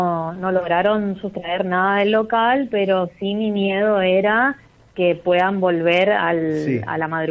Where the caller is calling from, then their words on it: Presidencia Roque Sáenz Peña, Chaco, Argentina; soy de Presidencia Roque Sáenz Peña